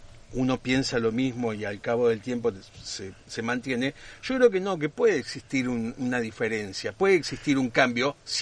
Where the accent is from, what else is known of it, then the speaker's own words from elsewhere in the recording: Argentina; hoy somos argentinos